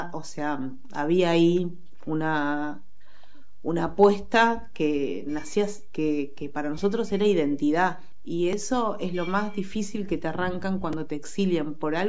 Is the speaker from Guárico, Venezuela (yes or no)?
no; Caracas, Capital District, Venezuela; born there; Nací en Caracas y estuvimos ahí, bueno, yo 6 años y mis padres estuvieron 8 años.